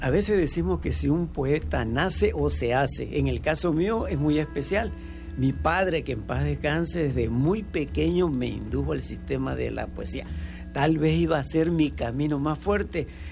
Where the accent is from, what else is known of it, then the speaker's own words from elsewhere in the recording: Frontera, Tabasco, Mexico; moved away as an adult; also born or lived in Mexico City; now in Chilapa, Mexico; chilango, okay. Nací en el Distrito Federal. Pero solamente fue por un periodo de tiempo muy corto y de ahí regresé a mis orígenes, a Tabasco específicamente, al municipio de Centla, la cabecera municipal de Frontera. De ahí soy. Ahí okay. llevé casi todos mis estudios